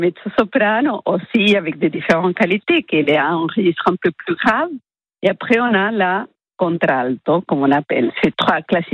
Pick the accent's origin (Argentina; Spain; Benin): Argentina; Mendoza; French is a second language; moved away; les tonadas mendocinas, d'où je viens, de la région de Cujo, que c'est la région de vignobles, de soleil, des vendanges, des bons vins, de Malbec.